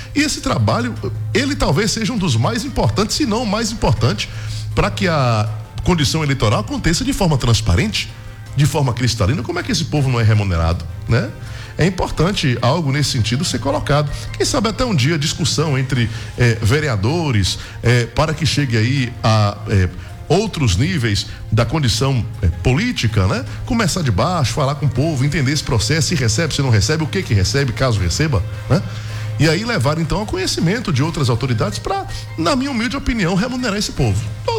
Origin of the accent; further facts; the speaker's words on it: Brazil; no bairro Brasília. É a única oportunidade, assim, de verdade, que eu revejo amigos do bairro onde nasci e me criei